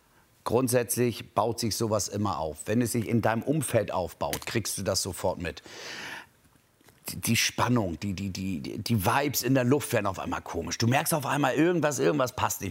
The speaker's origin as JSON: {"language": "German", "region": "Hamburg", "country": "Germany", "said": "Oh, ich glaube, ich war 15. als Hamburger Jungen und dann Freunde auf der Eisbahn"}